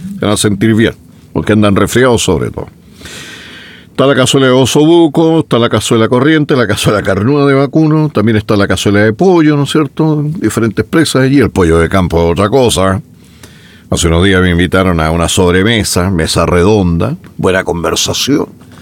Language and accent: Spanish; Chile